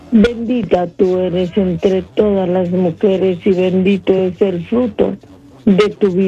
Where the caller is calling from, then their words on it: Bellflower, California, United States; Buenos días, Gaby … de Bellflower, de California.